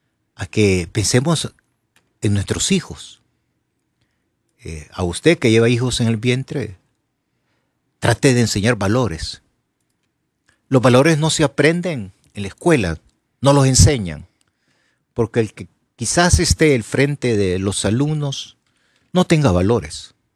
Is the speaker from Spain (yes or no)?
no; Honduras